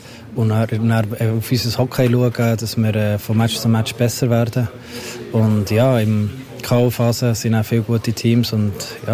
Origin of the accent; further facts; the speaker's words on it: Switzerland; Wir sind hier in Zürich, wir können mit den Leuten im Hotel Schweizerdeutsch reden.